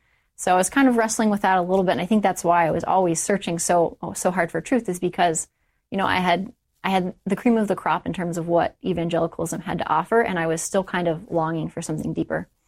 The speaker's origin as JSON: {"language": "English", "region": "Florida", "country": "United States", "tie": "born or raised there", "said": "In Florida."}